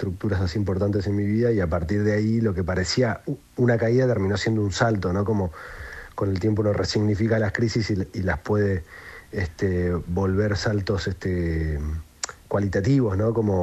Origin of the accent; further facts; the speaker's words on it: Bella Vista, Buenos Aires Province, Argentina; Yo me crié en Bellavista, provincia de Buenos Aires, que es zona noroeste, digamos, en el partido de San Miguel.